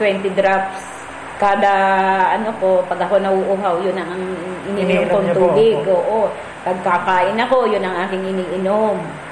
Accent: Calapan, Oriental Mindoro, Philippines; Taga Ilaya ko.

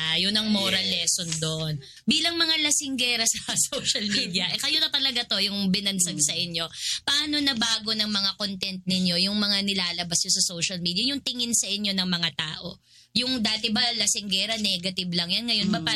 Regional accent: Manila, Metro Manila, Philippines; Like ako, taga-tondo ako.

